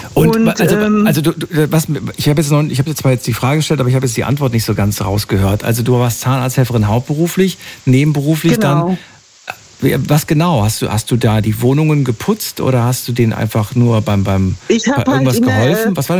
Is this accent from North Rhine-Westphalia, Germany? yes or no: no; Frankfurt, Hesse, Germany; Ja, ich bin ja ein Frankfurter eigentlich.